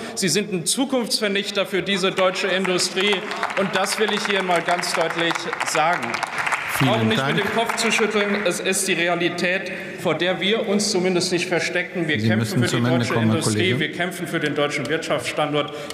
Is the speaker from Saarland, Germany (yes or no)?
yes; Saarland, Germany; Allein in der Stahlindustrie in meiner Heimat im Saarland sind das über 12.000 Menschen.